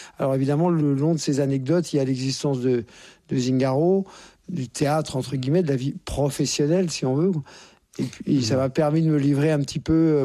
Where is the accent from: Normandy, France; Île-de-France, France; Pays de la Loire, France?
Île-de-France, France; Courbevoie; born there